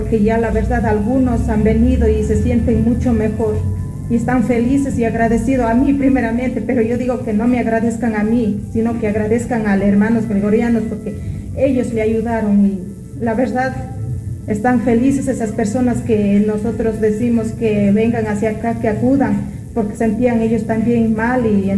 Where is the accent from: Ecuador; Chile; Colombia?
Ecuador; Azuay; Del Descanso.